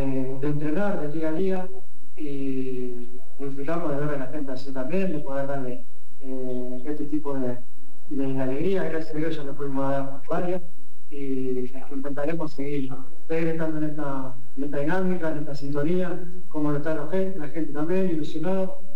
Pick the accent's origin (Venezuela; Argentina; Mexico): Argentina; somos Argentina y siempre vamos buscando los partidos de cualquier rival